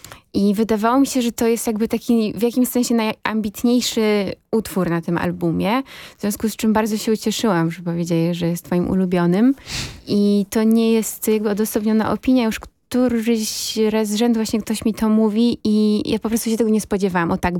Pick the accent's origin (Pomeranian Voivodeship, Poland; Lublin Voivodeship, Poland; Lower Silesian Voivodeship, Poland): Pomeranian Voivodeship, Poland; Tczew; nigdy wcześniej nie mieszkałam tak blisko morza. Oczywiście ja pochodzę z Pomorza, bo urodziłam się w Tczewie, więc Gdańsk był mi bardzo bliski i wielokrotnie tam bywałam